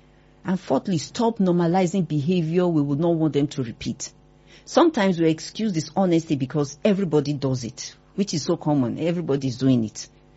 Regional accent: Nigeria

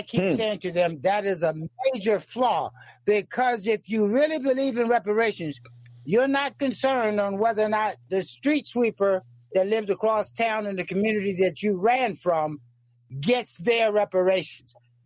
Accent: Yorktown, Virginia, United States; And I come from a Bible Belt. I'm from Yorktown, Virginia. So you understand the historical context. I grew up playing on the battlefields

